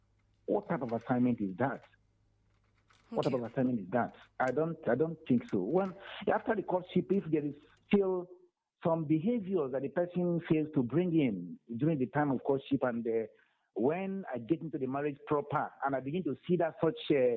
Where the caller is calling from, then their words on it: Enugu, Enugu State, Nigeria; I'm calling you from Enugu.